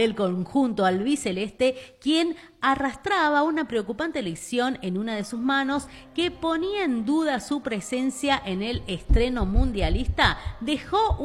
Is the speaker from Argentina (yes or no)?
yes; Argentina; vos, yo, todos somos de Argentina.